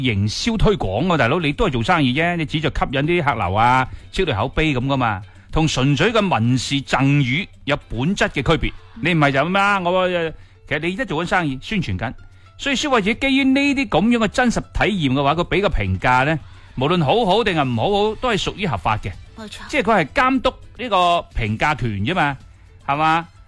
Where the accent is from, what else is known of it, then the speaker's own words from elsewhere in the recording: Guangdong, China; 我哋广东人有啲觉得好辣。